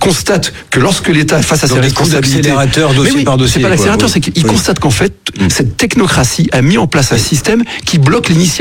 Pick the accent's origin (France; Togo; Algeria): France; Nous allons payer tous, en tant que Français